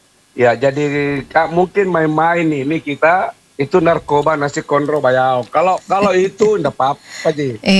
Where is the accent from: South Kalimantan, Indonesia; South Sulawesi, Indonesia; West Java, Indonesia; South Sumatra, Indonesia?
South Sulawesi, Indonesia; Makassar; born there; also born or lived in Maros; saya pindah ke Makassar tempat kelahiran saya itu 10 tahun.